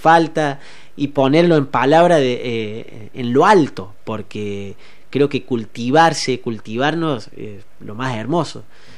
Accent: Argentina; como argentino me enorgullece

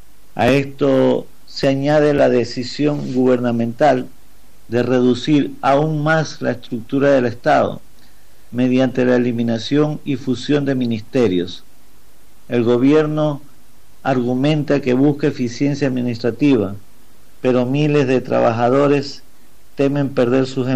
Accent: Ecuador; nuestro país, el Ecuador.

